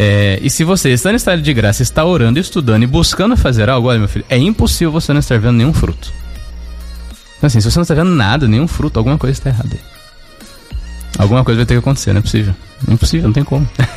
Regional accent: Brazil; eu sou brasileiro

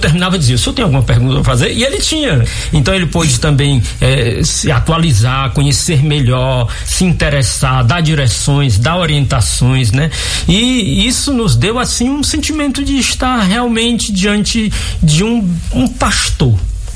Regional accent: Brazil; particularmente eu que venho do Brasil

